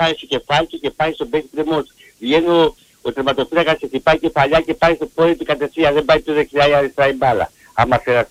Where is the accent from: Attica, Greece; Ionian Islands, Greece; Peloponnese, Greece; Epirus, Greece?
Peloponnese, Greece; now in Crete, Greece; Και εγώ είμαι Πελοπονίσος. Αλλά ζω στην Κρήτη από το 65.